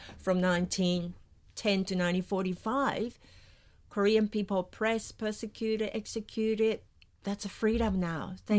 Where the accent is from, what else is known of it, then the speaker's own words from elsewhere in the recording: Brisbane, Queensland, Australia; when people ask me where you're from, so I'm from Brisbane, I'm Australia.